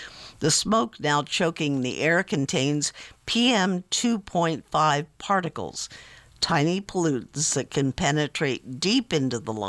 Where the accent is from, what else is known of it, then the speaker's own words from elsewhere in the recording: Canada; As a Canadian, I'd love nothing more than to stop the haze drifting over the border.